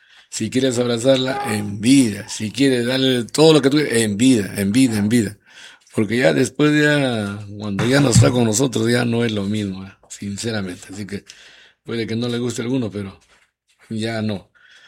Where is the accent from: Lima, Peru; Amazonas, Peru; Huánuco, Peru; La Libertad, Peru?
La Libertad, Peru; Trujillo; born there; now in Tarapoto, Peru; Me liga ya prácticamente, ya soy parte de Tarapoto, ¿no? A pesar de que mi punto de nacimiento es Trujillo, ¿no?